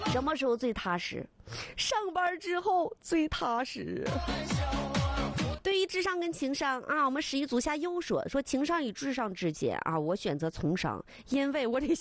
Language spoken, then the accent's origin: Chinese; Northeast China, China; 这是刻在咱们东北人骨子里边的。